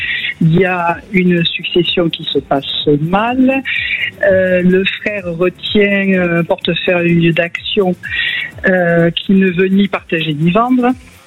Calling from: Occitanie, France; Moi, je vous appelle de l'Hérault.

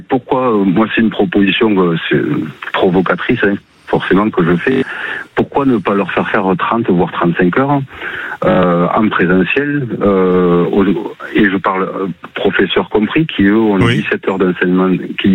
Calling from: Muret, Occitanie, France; j'habite à Muret.

